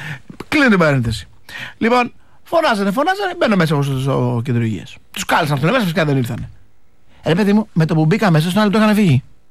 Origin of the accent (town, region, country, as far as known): Kastoria, Western Macedonia, Greece